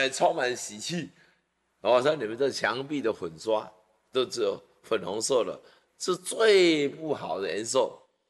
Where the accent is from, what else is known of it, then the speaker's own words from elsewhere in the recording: Taiwan; 我们台湾人